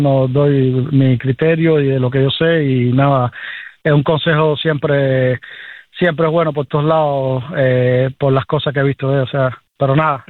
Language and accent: Spanish; Varadero, Matanzas, Cuba; moved away; Sí, ese es mi lugar, ese es mi tierrita, mi terruño ahí, hermano. Tú sabes, yo quiero ese lugar que tú no eres capaz de imaginarte, hermano. Y lo extraño todos los días. Ahí pasé mis mejores etapas de mi vida